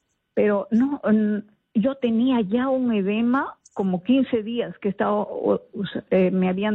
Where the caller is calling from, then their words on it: Chepén, La Libertad, Peru; yo vivo en Chepén